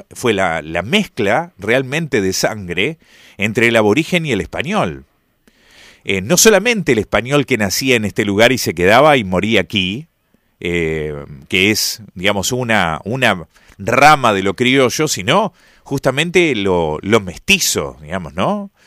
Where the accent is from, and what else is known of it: Argentina